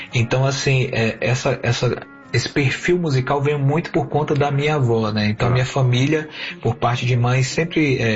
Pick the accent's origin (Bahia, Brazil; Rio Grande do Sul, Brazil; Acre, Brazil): Bahia, Brazil; Vitória da Conquista; also born or lived in Itabuna; Mas eu cresci, na verdade, em outra cidade chamada Vitória da Conquista, uma cidade fria na Bahia chamada Suíça Baiana.